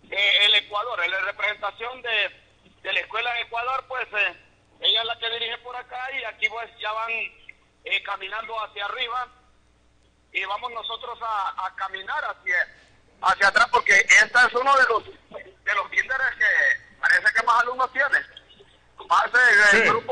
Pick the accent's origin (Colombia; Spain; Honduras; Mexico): Honduras; lo identifican a uno pues como hondureño